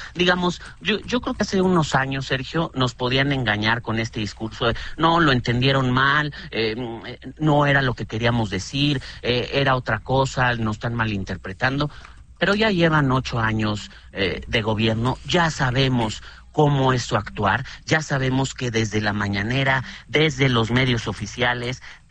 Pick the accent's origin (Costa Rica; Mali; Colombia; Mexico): Mexico; seguimos siendo todos mexicanos y mexicanas